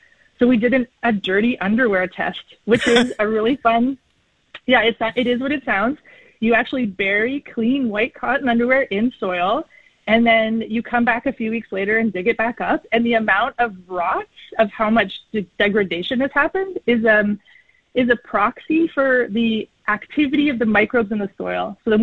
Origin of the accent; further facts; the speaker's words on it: British Columbia, Canada; So as a child growing up on Vancouver Island, I remember my mom bringing seaweed up from the beach and using it as mulch in our garden.